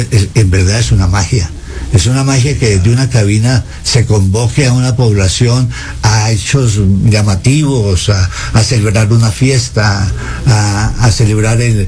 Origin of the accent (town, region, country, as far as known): Colombia